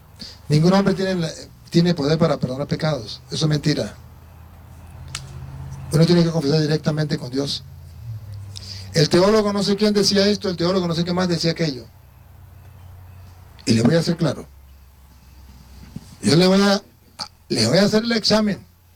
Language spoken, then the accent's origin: Spanish; Venezuela; pues yo vengo de Venezuela, y ustedes saben la situación que está pasando en Venezuela